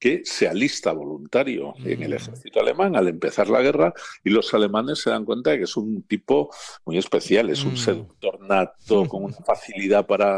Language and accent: Spanish; Madrid, Community of Madrid, Spain; porque yo soy madrileño